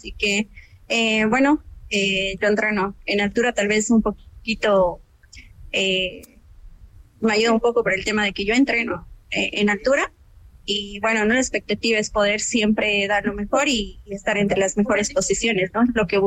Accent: Bolivia

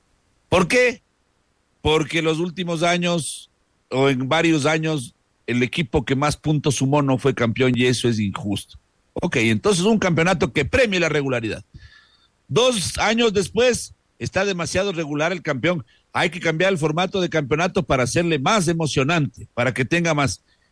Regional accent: Ecuador

